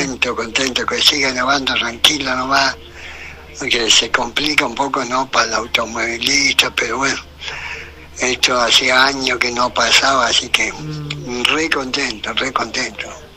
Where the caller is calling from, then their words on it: Comallo, Río Negro, Argentina; Así que por acá nevó de vuelta en Comayo.